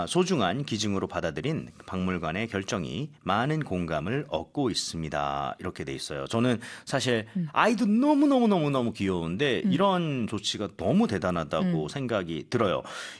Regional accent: Goseong, South Gyeongsang, South Korea; 어머, 저희 고향입니다. 경남 고성.

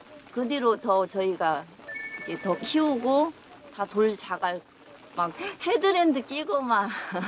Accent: South Korea; 제가 여기서 태어났고 자랐고 시집 갔다가 다시 되돌아왔어요.

